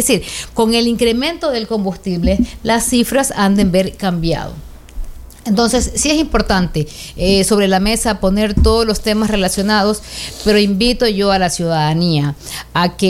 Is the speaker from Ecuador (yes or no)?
yes; Manta, Manabí, Ecuador; soy mantense, soy ciudadana manabita